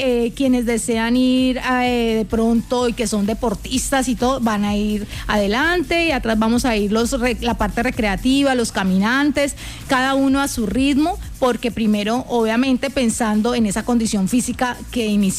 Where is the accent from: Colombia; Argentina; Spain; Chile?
Colombia; Llanos; todos nosotros somos llaneros